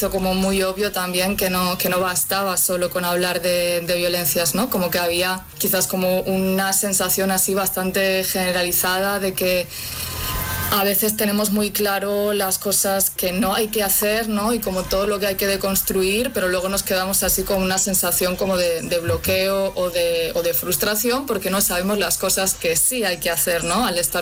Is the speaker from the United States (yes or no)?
no; Galicia, Spain; Sí, de hecho ahora mismo estoy en Málaga, pero yo soy de Galicia, así que me he movido bast